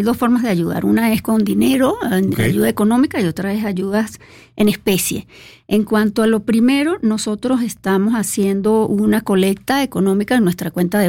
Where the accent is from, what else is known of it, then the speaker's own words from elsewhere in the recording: Venezuela; now in Mexico; nosotros como venezolanos